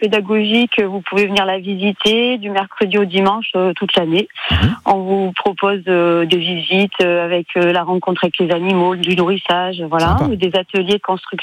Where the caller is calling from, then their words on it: Montélimar, Auvergne-Rhône-Alpes, France; je suis à Montélimar.